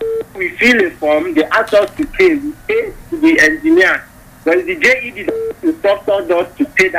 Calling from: Jos, Plateau, Nigeria; I'm calling from Feringada Tomato Market, Axis.

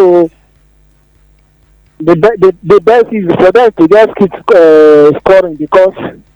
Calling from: Abuja, Federal Capital Territory, Nigeria; I'm the most happiest fan in Abuja right now

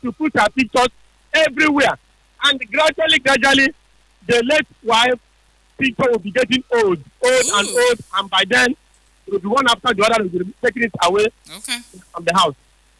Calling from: Port Harcourt, Rivers, Nigeria; calling from Port Harcourt.

